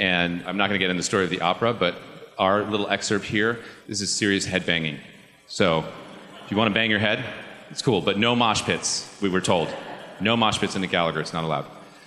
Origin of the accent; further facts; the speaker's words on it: California, United States; I grew up in California.